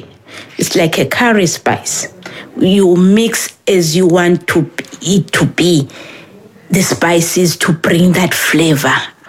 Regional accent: Zimbabwe; moved away; Originally, I'm from Zimbabwe.

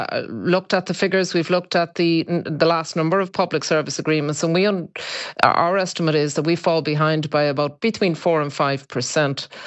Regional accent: Ireland; all of us as Irish citizens and Irish people living in Ireland

